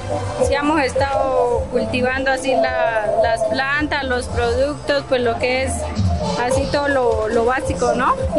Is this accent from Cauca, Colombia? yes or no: yes; Cauca, Colombia; vengo de la vereda de Huellas.